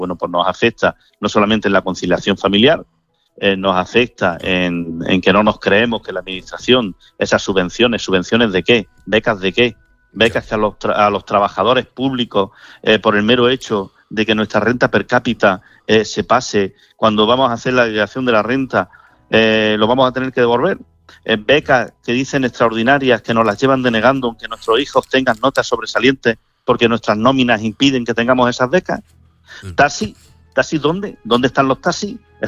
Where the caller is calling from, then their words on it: Andalusia, Spain; Yo vivo en la Sierra de Segura, en un pueblo cerca de donde tenemos el instituto de cabecera, como así le llamamos, que está en Siles. Sí. Mi pueblo es Torres de Arbanchés.